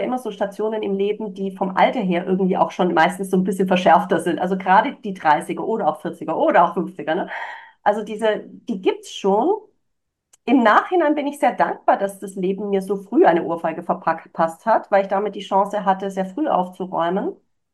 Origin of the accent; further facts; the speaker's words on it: Germany; moved away as an adult; also born or lived in Spain; Als die Schule vorbei war, war klar, dass ich nicht in Deutschland, also ich bin gebürtige Deutsche, bleiben werde, bin sofort nach Spanien gezogen.